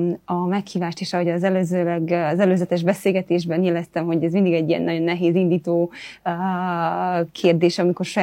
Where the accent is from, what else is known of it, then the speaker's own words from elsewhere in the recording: Sic, Cluj County, Romania; Nagyon büszke vagyok arra, hogy Széken születtem és Széken nőttem fel. Nagyon erős helyi identitással ruházott ez fel